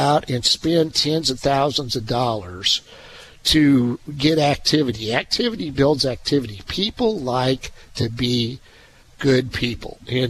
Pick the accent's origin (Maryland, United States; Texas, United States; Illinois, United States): Illinois, United States; Clinton; now in Springfield, United States; I'm from Clinton, Illinois.